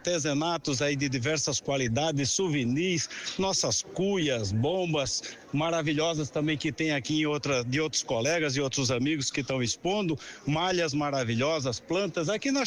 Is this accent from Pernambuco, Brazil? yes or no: yes; Pernambuco, Brazil; born there; also born or lived in Uruguay / Rio Grande do Sul; now in Caxias do Sul, Brazil; Eu sou pernambucano de nascimento, mas gaúcho de coração.